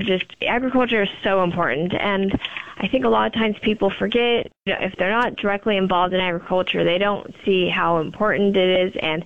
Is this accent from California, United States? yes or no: yes; Tulare, California, United States; I was actually born and raised, like I said, in Tulare on a dairy farm.